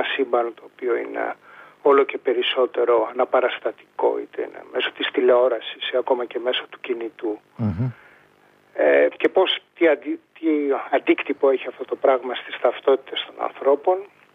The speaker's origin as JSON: {"language": "Greek", "town": "Thessaloniki", "region": "Central Macedonia", "country": "Greece", "tie": "born or raised there", "said": "μεγάλωσα στη Θεσσαλονίκη"}